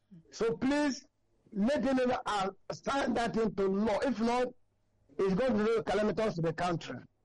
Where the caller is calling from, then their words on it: Shasha, Lagos, Nigeria; I'm calling from Shasha.